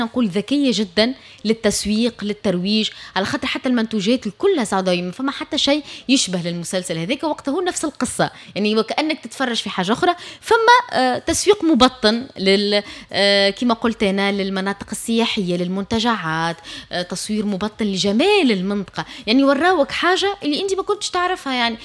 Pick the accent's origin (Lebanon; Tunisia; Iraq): Tunisia; accent: Tunisian dialect